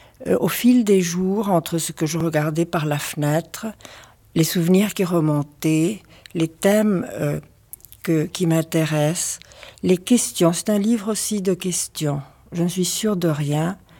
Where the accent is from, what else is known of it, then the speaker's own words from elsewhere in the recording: Argentina; French is a second language; lorsque je suis arrivée d'Argentine, je considère que j'appartiens au Río de la Plata, qui est ce fleuve qui sépare l'Uruguay de l'Argentine. D'un côté, c'est le pays de ma mère, de l'autre côté, c'est le pays de mon père